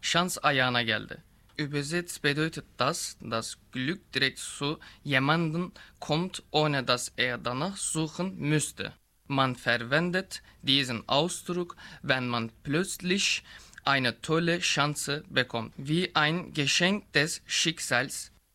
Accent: Turkey; German is a second language; ich komme aus der Türkei.

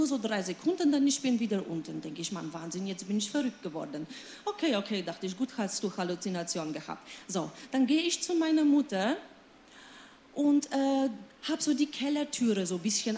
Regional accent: Poland; German is a second language; Bitte nicht wundern, ich spreche ein bisschen komisch, weil ich komme aus Polen.

